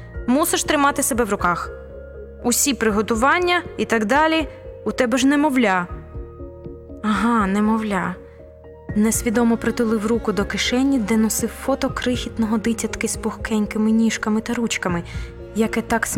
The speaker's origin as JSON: {"language": "Ukrainian", "region": "Khmelnytskyi Oblast", "country": "Ukraine", "tie": "born or raised there", "said": "Подейкували навіть, що колись на місці моєї малої батьківщини було Сарматське море, а Товтри – то взагалі кораловий риф."}